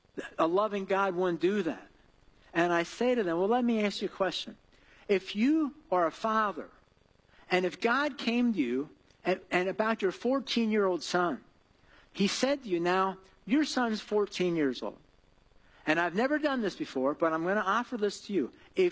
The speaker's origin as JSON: {"language": "English", "town": "Lebanon", "region": "Pennsylvania", "country": "United States", "said": "He said, where are you from? I said, Lebanon."}